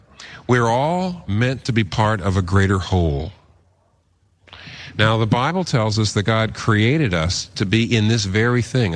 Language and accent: English; Pennsylvania, United States